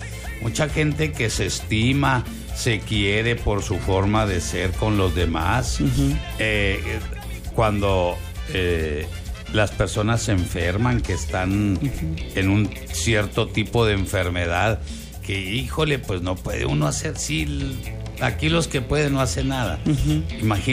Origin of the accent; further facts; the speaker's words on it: Delicias, Chihuahua, Mexico; born there; yo vine a mi tierra, Delicias.